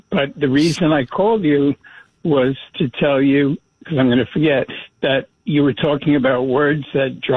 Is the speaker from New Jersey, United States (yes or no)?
yes; Irvington, New Jersey, United States; now in Philadelphia, United States; And I was born and raised in Irvington listening to WNJR